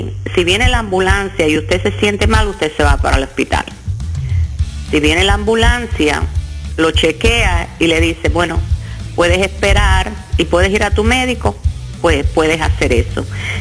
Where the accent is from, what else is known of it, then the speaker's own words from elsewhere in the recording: Huaral, Lima, Peru; born there; A Norte Chico, Guaral, entre Guaral y Lima, Bosa, Aucayama.